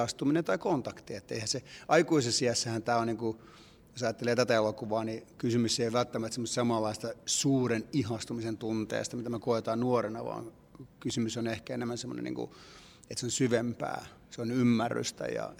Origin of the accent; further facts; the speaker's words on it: Cyprus; mä sitten sijoitin sen tuonne häihin ja nimenomaan Kreikkaan, koska olen Kyprokset kotoisin, ollut Kyproksella häissä.